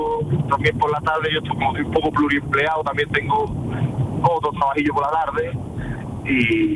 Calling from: Granada, Andalusia, Spain; Pues yo soy de Granada y vivo en un pueblo pequeñito, que es Vélez de Benaudalla

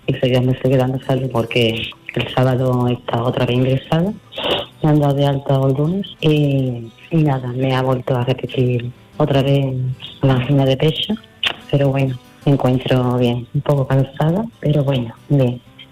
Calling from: Seville, Andalusia, Spain; de Sevilla.

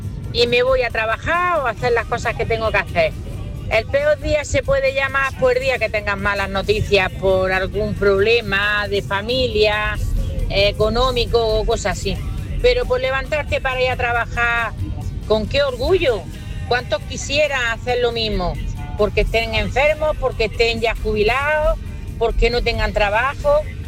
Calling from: Roquetas de Mar, Andalusia, Spain; Llamo desde Almería, Roquetas de Mar

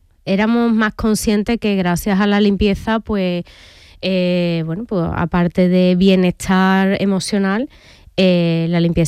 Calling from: Seville, Andalusia, Spain; estoy en Sevilla, en el polígono industrial La Negrilla ahora mismo.

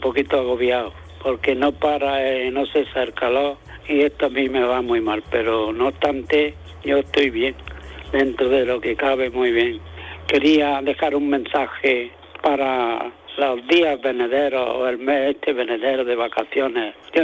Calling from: Almuñécar, Andalusia, Spain; de Almuñécar.

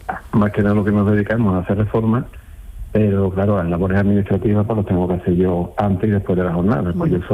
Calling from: Tomares, Andalusia, Spain; ahora mismo estoy en Tomares. Estoy aquí en mi almacén, en mi oficina

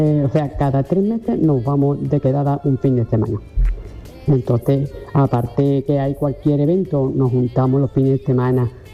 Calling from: Ronda, Andalusia, Spain

